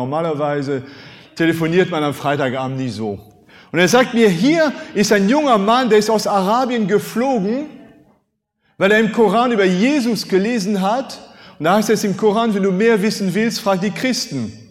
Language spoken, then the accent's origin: German; France; first language French; German is a second language; now in Germany; Jetzt komme ich zu meinem Landsmann Napoleon.